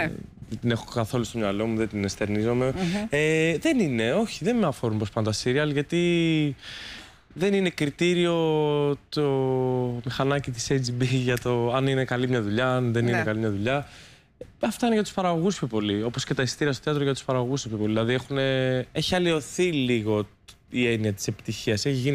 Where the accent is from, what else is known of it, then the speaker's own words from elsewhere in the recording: Peristeri, Attica, Greece; now in Athens, Greece; Περιστέρι.